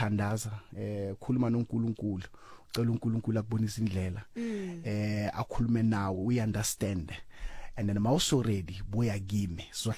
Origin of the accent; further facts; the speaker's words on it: North West, South Africa; so mina I'm from Northwest ngumtswana ke.